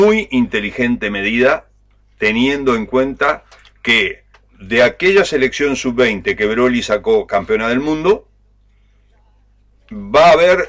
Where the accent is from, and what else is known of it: Uruguay